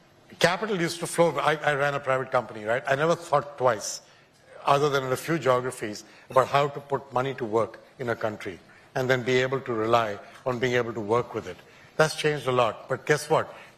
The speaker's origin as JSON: {"language": "English", "country": "India", "tie": "born or raised there", "moved": "yes", "said": "growing up in India"}